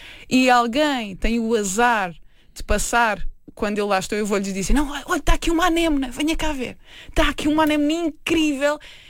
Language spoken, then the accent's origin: Portuguese; Vila Nova de Milfontes, Alentejo, Portugal; born or raised there